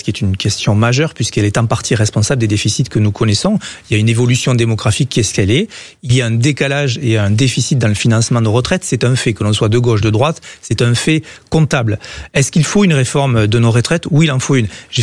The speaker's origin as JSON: {"language": "French", "region": "Occitanie", "country": "France", "said": "moi je viens d'Ariège, c'est un milieu très rural"}